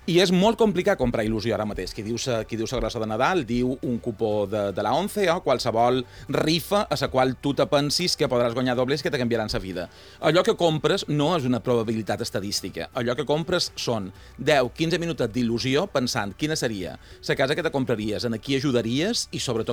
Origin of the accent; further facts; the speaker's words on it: Palma, Balearic Islands, Spain; perquè des que m'he mudat no és el meu mercat, jo som de Pere Grau